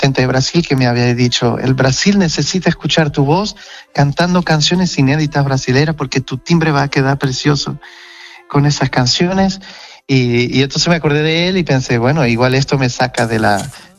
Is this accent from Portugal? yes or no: yes; Portugal; first language Portuguese; Spanish is a second language; lo que traigo es mi acento. Y yo soy muy orgulloso del portugués, de la lengua portuguesa y también cómo la hablan los portugueses, ¿sabes?